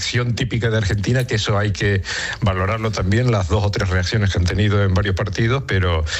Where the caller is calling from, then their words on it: Garafía, Canary Islands, Spain; te llamo de Madrid, de, concretamente desde Cercedilla, aunque soy de Garafía, la isla de La Palma.